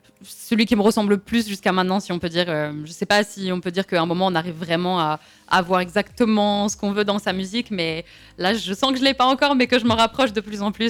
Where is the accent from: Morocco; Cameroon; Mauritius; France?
Cameroon; also born or lived in Côte d'Ivoire; J'ai grandi au Cameroun et en Côte d'Ivoire.